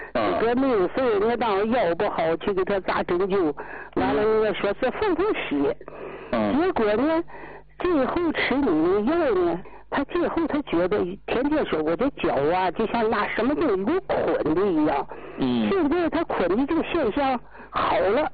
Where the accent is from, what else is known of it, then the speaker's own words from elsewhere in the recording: Dalian, Liaoning, China; 大连的呀。